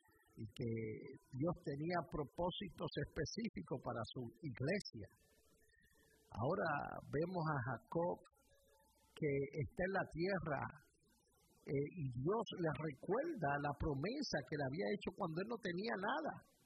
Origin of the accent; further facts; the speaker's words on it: Puerto Rico; also born or lived in New York; Pero yo había nacido en Nueva York, y eso en Puerto Rico no necesariamente era algo bueno.